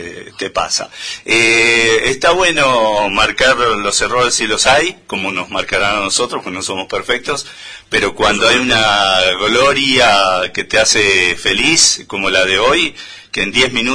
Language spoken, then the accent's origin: Spanish; Argentina; somos argentinos